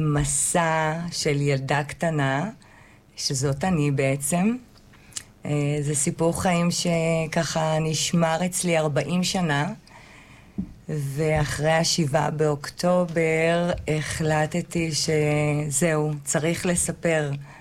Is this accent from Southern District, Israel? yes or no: yes; Ofakim, Southern District, Israel; born there; now in Beersheba, Israel; אני נולדתי בסורוקה כמובן, אבל גרתי באופקים.